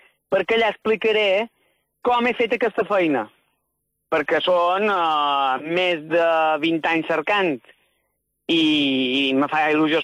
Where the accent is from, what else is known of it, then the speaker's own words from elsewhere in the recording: Ciutadella, Balearic Islands, Spain; Bueno, jo som menorquí, però som de Ciutadella i primer ho faré a Ciutadella.